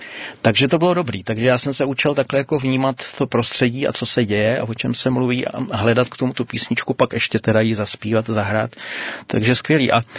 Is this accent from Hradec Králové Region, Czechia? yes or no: no; Trhový Štěpánov, Central Bohemian Region, Czechia; Pocházím z Trhovýho Štěpánova, tam je církev bratrská, nebo byla v té době.